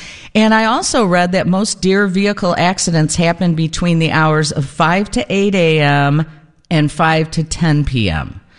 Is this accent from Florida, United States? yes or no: no; Chicago, Illinois, United States; I'm like, "Remember … from Chicago."